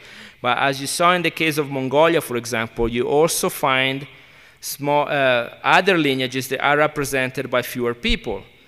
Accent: Italy; now in Utah, United States; I'm from Italy, and I can go back with my paternal line genealogy for until 1600.

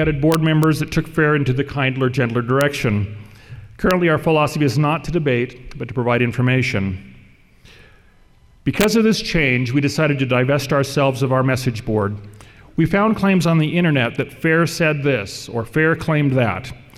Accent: Redding, California, United States

